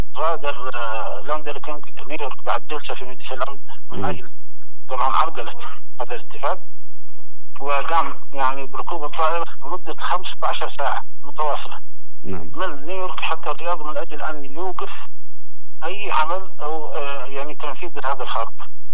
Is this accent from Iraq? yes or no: no; Yemen